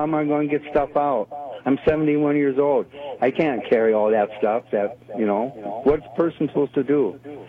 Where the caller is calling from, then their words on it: New Richland, Minnesota, United States; I'm from New Richland.